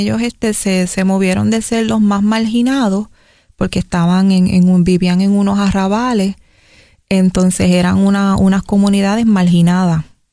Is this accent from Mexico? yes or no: no; Humacao, Puerto Rico; born there; mi pueblo, Humacao